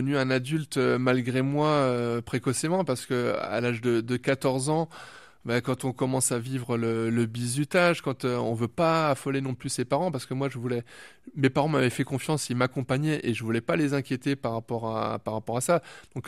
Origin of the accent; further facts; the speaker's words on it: Grand Est, France; now in Morbihan, France; moi, je suis originaire des Ardennes. Ça fait seulement 3 ans et demi que je suis dans le Morbihan.